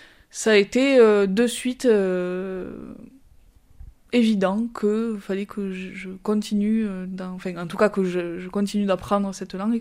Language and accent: French; Puylaurens, Occitanie, France; on a aménagé avec ma mère à Puloran, et donc depuis mes 4 ans, j'ai grandi et vécu à Puloran